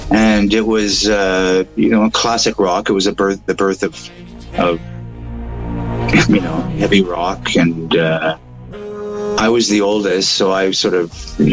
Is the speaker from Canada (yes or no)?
yes; Montreal, Quebec, Canada; We grew up in French in Montreal. Right. We did all our schooling in French.